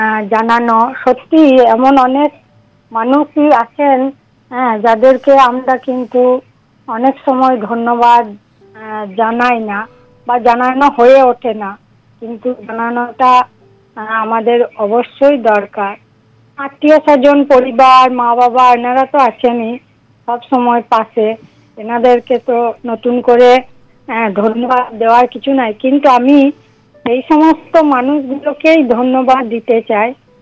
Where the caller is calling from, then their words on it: West Bengal, India; যারা আমাদের পশ্চিমবঙ্গে রয়েছেন